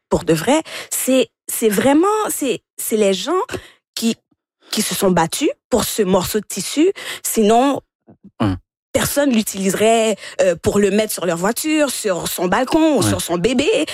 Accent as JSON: {"language": "French", "town": "Montreal", "region": "Quebec", "country": "Canada", "tie": "born there"}